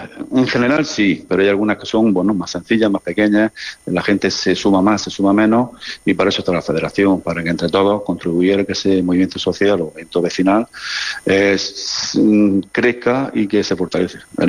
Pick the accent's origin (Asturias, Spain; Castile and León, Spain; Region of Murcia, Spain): Region of Murcia, Spain; Lorca; Yo soy del barrio de San Pedro y mucha población se ha ido